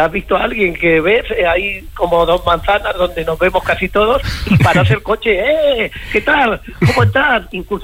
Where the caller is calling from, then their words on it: Tobarra, Castilla-La Mancha, Spain; Al lado de Pozo Hondo, estamos casi igual.